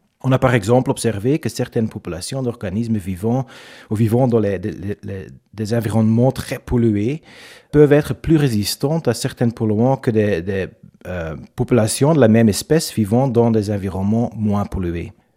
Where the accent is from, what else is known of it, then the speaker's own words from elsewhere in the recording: Belgium; moved away as an adult; comme je suis belge, c'est aussi très, très agréable de pouvoir revenir travailler en Belgique.